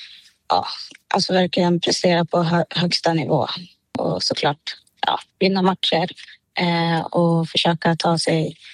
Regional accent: Umeå, Västerbotten County, Sweden; moved away as an adult; now in Manchester, United Kingdom; Umeå ligger väldigt nära hjärtat om mig, så att ja, det betyder väldigt mycket att även kunna representera där jag växte upp

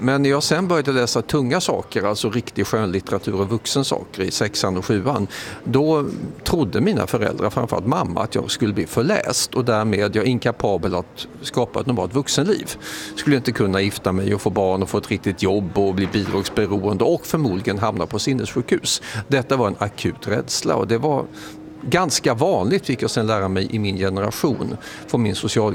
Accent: Staffanstorp, Skåne, Sweden; Jag utnyttjade Staffanstorps kommunbibliotek där jag växte upp väldigt, väldigt mycket.

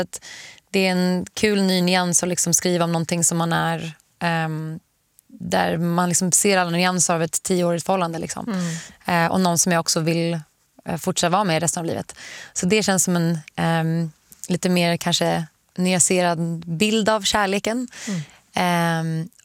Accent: Sweden; now in Los Angeles, United States; Alltså, när jag är här, när jag är i Sverige, tycker jag att det är så himla skönt att kunna bara promenera överallt

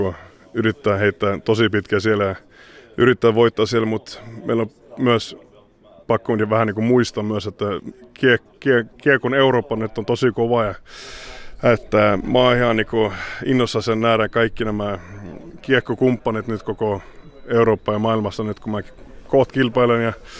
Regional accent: Sweden; born there; mä oon Ruotsissa syntynyt, mä oon ruotsalainen

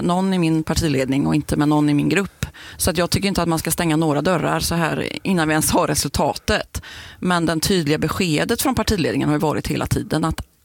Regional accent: Kungälv, Västra Götaland County, Sweden; born there; Jag är född på landsbygden i Kungälv

